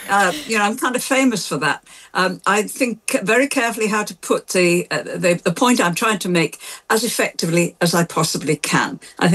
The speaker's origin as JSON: {"language": "English", "town": "Liverpool", "region": "North West England", "country": "United Kingdom", "said": "Being a Scouser, like Andy Burnham"}